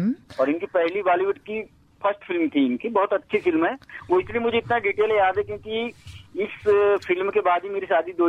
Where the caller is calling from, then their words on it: Samnapur, Madhya Pradesh, India; Actually मैं समनापुर से हूँ।